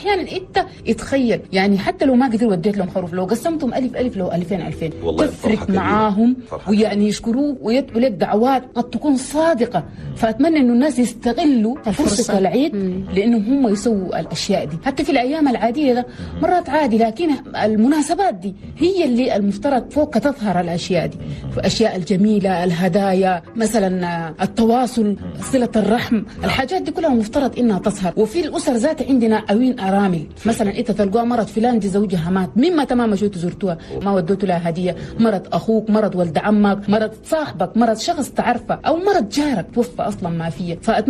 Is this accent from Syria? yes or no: no; Chad; عندنا الكرم، ما ممكن تضبح إنت وجارك ما ضابح تخلي، وده شيء جانب جميل جدا ومن ميزاتنا نحن كتشاديين